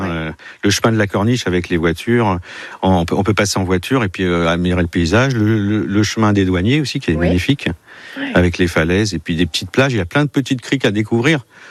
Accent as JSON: {"language": "French", "region": "Île-de-France", "country": "France", "said": "On vient des Yvelines."}